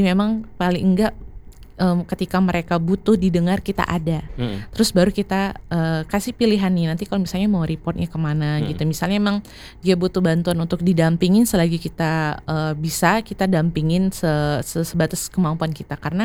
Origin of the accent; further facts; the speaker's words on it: Palembang, South Sumatra, Indonesia; moved away; Betul, karena aku orang Palembang gitu kan. Karena aku pindah.